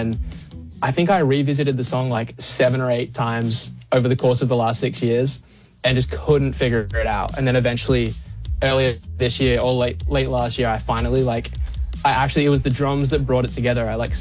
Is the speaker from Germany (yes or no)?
no; Perth, Western Australia, Australia; now in Los Angeles, United States; Yeah, I'm from Perth.